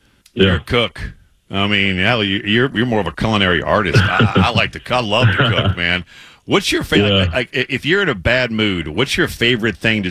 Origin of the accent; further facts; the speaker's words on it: Louisiana, United States; I mean, you want red beans, you want gumbo. I'm from Louisiana.